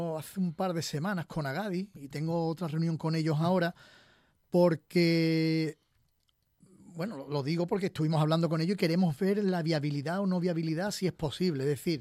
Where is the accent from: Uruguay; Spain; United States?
Spain; Cádiz, Andalusia; Entonces, la gente de fuera, es que Cádiz tiene lo que tiene, es que somos una ciudad muy pequeñita, sí, muy bonita, a lo mejor del mundo, más maravilloso.